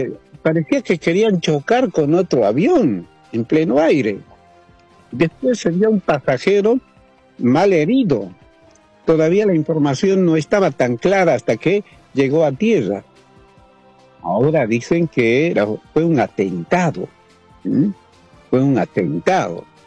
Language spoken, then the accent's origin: Spanish; Bolivia; nos toca como bolivianos, estemos o no estemos radicados en nuestro país.